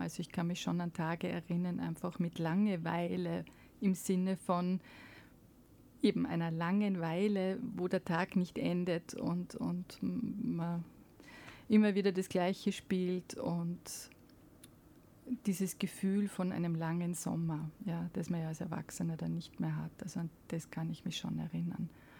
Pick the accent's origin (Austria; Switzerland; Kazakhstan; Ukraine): Austria; Salzburg; Ja, ich bin sehr städtisch aufgewachsen, zwar in Salzburg, aber in dem dichtesten Stadtteil der Stadt in Lehn. Auch damals, in den 70er Jahren, sind ja viele junge Familien nach Lehn gezogen, auch meine Eltern.